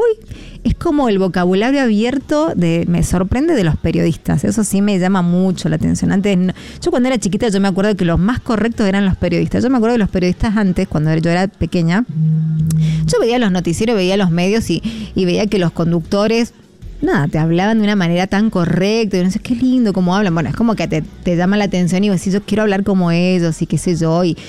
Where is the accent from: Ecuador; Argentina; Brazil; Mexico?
Argentina; soy argentina